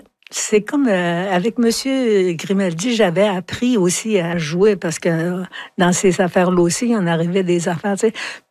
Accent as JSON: {"language": "French", "region": "Quebec", "country": "Canada"}